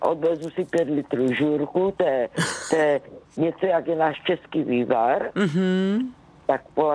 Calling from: Jeseník, Olomouc Region, Czechia; Krásný zbytek léta, pokud to jde u nás v Jeseníku, kde pracují a v Javorníku prší

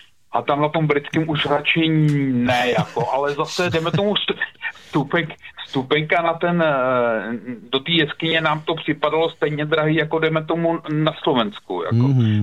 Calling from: Knovíz, Central Bohemian Region, Czechia; Dobrý večer

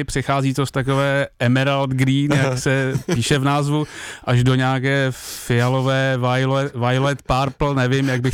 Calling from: Beroun, Central Bohemian Region, Czechia; jsem z Berouna.

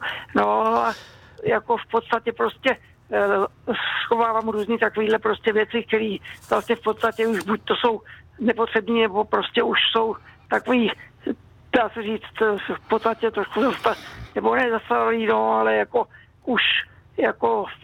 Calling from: Prague, Czechia

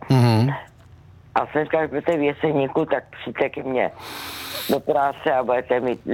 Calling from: Javorník, Olomouc Region, Czechia

